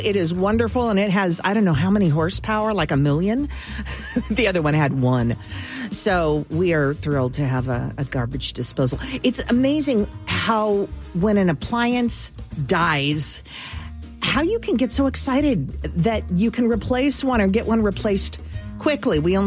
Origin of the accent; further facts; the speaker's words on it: United States; I'm American.